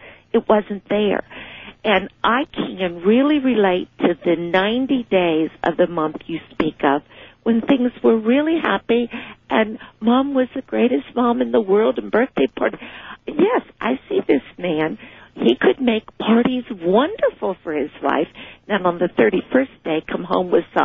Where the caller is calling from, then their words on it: Gainesville, Florida, United States; I'm from Gainesville, Florida